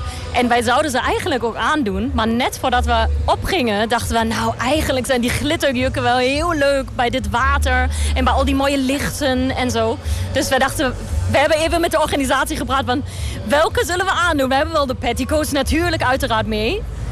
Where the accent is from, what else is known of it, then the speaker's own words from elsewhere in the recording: Germany; Dutch is a second language; now in Netherlands; Ik kom eigenlijk oorspronkelijk uit Duitsland, maar ik woon al ongeveer 19 jaar in Nederland.